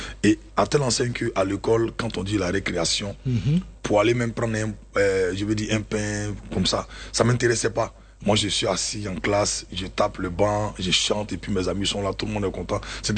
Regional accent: Bouaké, Vallée du Bandama, Côte d’Ivoire; père de 4 enfants, marié, originaire de Boaké, au centre de la Côte d'Ivoire.

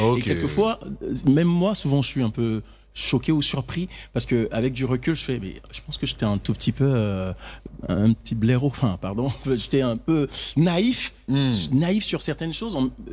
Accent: Man, Montagnes, Côte d’Ivoire; moved away as an adult; now in France; Je viens de Mans. Mon père et ma mère sont Yakuba. Et donc je suis Yakuba.

